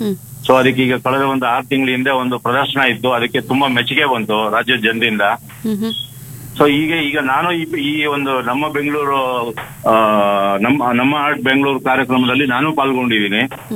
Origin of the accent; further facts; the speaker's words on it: Tarikere, Karnataka, India; moved away as an adult; now in Bengaluru, India; ನಾನು ಮೂಲತಃ ಚಿಕ್ಕಮಗಳೂರು ಜಿಲ್ಲೆ ತರೀಕೆರೆ ಅವನು.